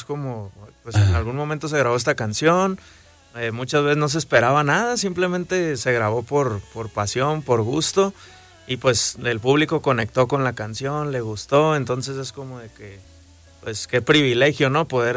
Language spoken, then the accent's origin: Spanish; Tijuana, Baja California, Mexico; nosotros Ajá. somos de Tijuana